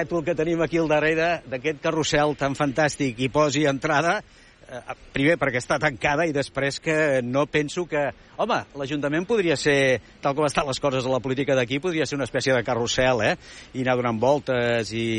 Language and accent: Catalan; Catalonia, Spain; Jo sóc català.